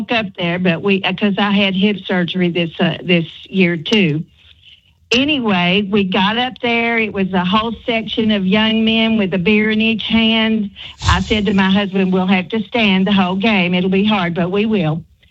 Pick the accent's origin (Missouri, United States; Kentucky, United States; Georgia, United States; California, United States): Kentucky, United States; Corbin; accent: Corbin; I've been scared to call because of my Corbin accent.